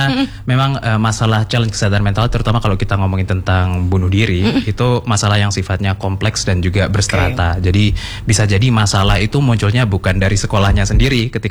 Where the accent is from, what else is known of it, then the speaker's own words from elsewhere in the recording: Java, Indonesia; saya orang Jawa jadi taunya cuma budaya Jawa.